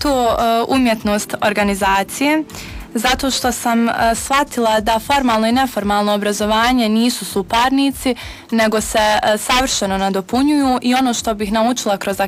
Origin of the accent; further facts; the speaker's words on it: Vareš, Federation of Bosnia and Herzegovina, Bosnia & Herzegovina; also born or lived in Sarajevo; rođena sam 2007. godine u Sarajevu, odrasla sam i školovala se u Varaš Majdanu i Varešu.